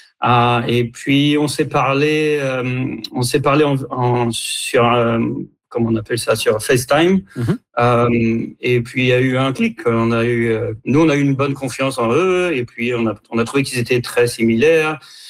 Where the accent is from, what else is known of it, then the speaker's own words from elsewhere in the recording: Canada; moved away as an adult; now in France; on est Canadien, on vient habiter en France pendant un an.